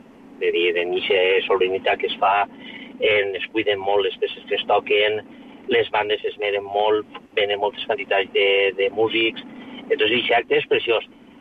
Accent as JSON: {"language": "Catalan", "town": "Albaida", "region": "Valencian Community", "country": "Spain", "said": "I després l'entrada de molts cristians en Albaida, pues, home, no és perquè sigui el meu poble, però crec que es fa i ho fem una entrada molt més que a ser."}